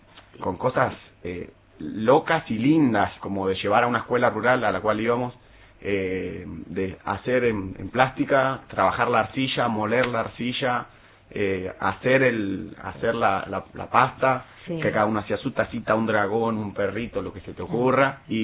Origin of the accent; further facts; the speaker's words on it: Batán, Buenos Aires Province, Argentina; also born or lived in Mar del Plata; ahí en mi casa, ahí en Batán. Así que prácticamente nacido y criado en Batán.